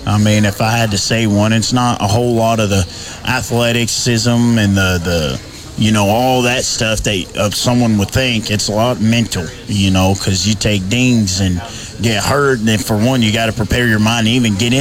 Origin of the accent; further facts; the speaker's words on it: Oklahoma, United States; coming out of Oklahoma, you know, where I grew up in particular, we're border Texas, and the country I grew up in, the area